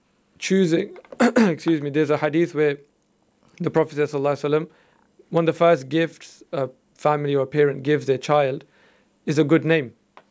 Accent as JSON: {"language": "English", "region": "England", "country": "United Kingdom", "tie": "born or raised there", "said": "growing up in England and stuff"}